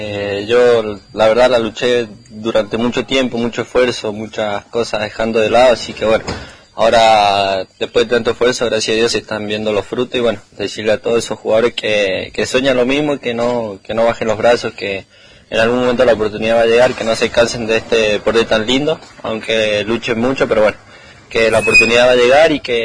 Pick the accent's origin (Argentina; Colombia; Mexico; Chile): Argentina; Malargüe, Mendoza; Hasta ahora sí, soy el único de Malargüe.